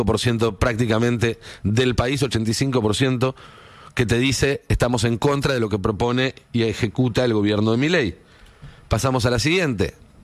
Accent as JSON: {"language": "Spanish", "country": "Argentina", "said": "nosotros somos Argentina"}